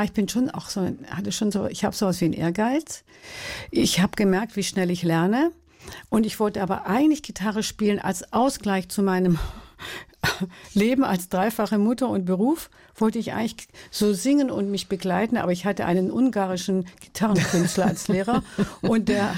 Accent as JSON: {"language": "German", "region": "Baden-Württemberg", "country": "Germany", "tie": "born or raised there", "said": "Ich komme aus dem Schwarzwald und wir sprachen und sprechen immer noch einen Dialekt, wenn wir zusammen sind."}